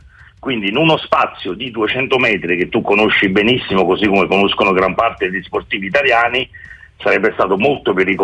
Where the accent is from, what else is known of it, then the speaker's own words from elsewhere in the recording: Naples, Campania, Italy; moved away as an adult; now in Rome, Italy; noi siamo napoletani, io anche se vivo da 20 anni a Roma